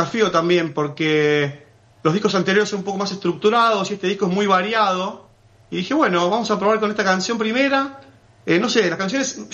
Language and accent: Spanish; La Plata, Buenos Aires Province, Argentina; born there; Sí, nací en La Plata.